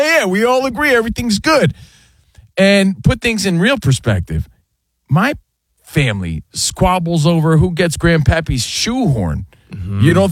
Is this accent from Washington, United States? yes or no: no; New Jersey, United States; I had so many friends growing up in Jersey where you didn't walk through the front.